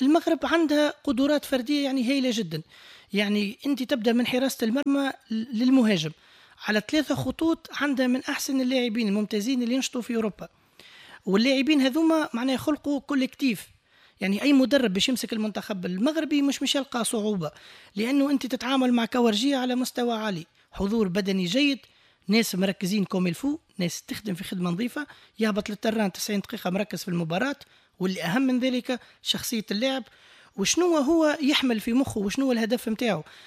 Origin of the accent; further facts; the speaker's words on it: Tunisia; وإحنا كشعب تونسي معنى شجاعة في دمنا